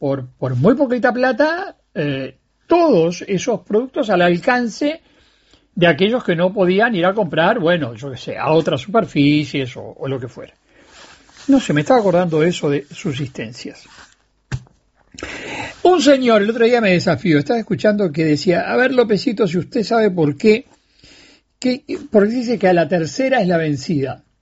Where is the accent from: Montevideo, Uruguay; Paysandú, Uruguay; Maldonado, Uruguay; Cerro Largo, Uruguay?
Montevideo, Uruguay; en mi barrio, que es el barrio Bolívar, donde yo nací en Montevideo